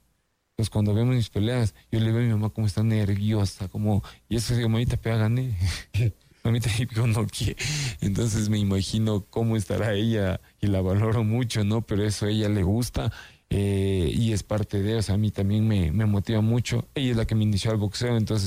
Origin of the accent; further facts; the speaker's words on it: Sierra, Ecuador; soy ecuatoriano